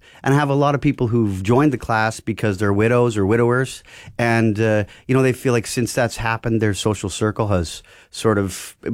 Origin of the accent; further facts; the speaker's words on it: Carman, Manitoba, Canada; I grew up in Carmen, Manitoba.